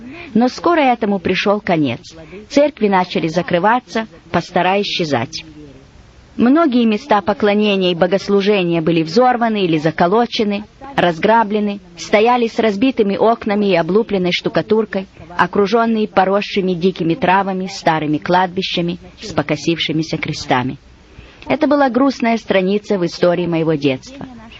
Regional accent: Donbas, Ukraine; born there; Я родилась в России, в Донбассе, в тени дымящихся терриконов угольных шахт.

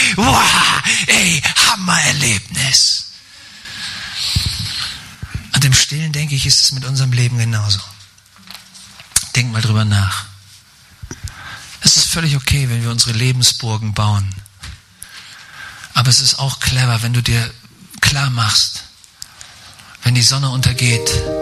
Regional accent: Schleswig-Holstein, Germany; Wie ihr wisst, komme ich ja aus Schleswig-Holstein. Mein Dialekt lässt das bis heute nicht verborgen.

